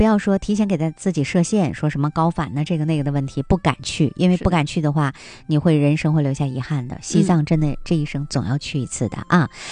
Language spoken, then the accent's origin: Chinese; Harbin, Heilongjiang, China